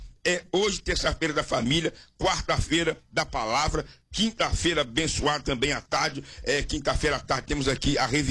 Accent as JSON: {"language": "Portuguese", "region": "Minas Gerais", "country": "Brazil", "said": "Como nós mineiros falamos, né?"}